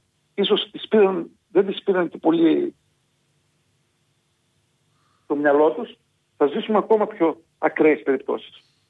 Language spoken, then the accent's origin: Greek; Thessaly, Greece; Χαρακτηριστικό παράδειγμα σας αναφέρω ότι στο χωριό μου, το οποίο είναι η μητέρα Καρδίτης, έχει γυμνάσιο.